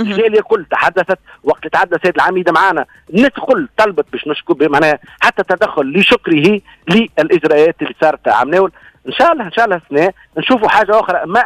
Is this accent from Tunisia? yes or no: yes; Tunisia; moved away; البلد الأم اللي هي بلادنا تونس